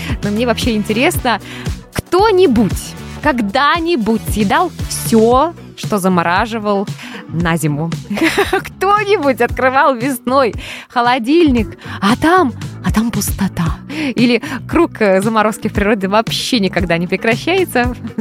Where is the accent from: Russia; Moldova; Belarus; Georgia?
Belarus; Мы, белорусы